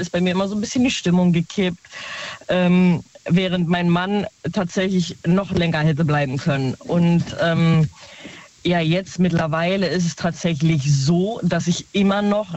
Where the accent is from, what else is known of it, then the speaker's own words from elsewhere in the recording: Neunkirchen, North Rhine-Westphalia, Germany; Ich komme aus dem Rhein-Sieg-Kreis.